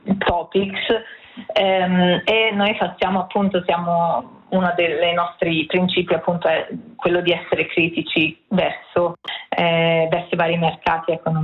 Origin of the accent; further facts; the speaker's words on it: Milan, Lombardy, Italy; also born or lived in Amsterdam / Copenhagen / Brussels; now in Oslo, Norway; essere qui a Oslo al momento. Io ho vissuto, io vengo da Milano, ho vissuto a Amsterdam, ho vissuto a Copenaghen e a Bruxelles